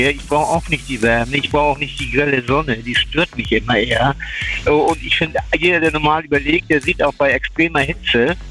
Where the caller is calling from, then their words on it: Schleswig-Holstein, Germany; Ich bin Schleswig-Holsteiner.